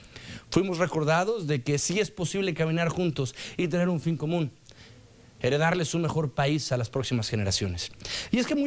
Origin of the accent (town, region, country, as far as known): Mexico